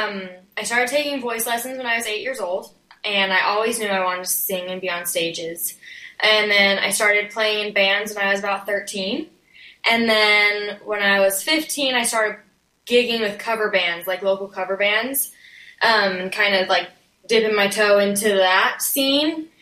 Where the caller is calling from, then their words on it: Spanish Fork, Utah, United States; I'm joining from Spanish Fork, Utah, so we're not far from each other